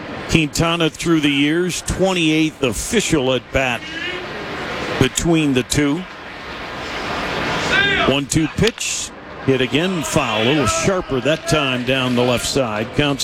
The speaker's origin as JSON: {"language": "English", "town": "Cleveland", "region": "Ohio", "country": "United States", "tie": "born or raised there", "said": "It's what I grew up with in Cleveland."}